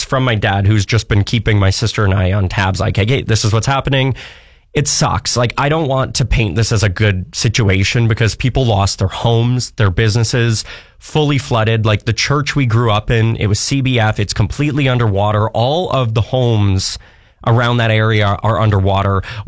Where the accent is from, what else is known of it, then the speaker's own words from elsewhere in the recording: Swan River, Manitoba, Canada; now in Winnipeg, Canada; I grew up in Swan River, Manitoba. That's where all my best friends are from. My parents still live there, my grandma, bunch of family.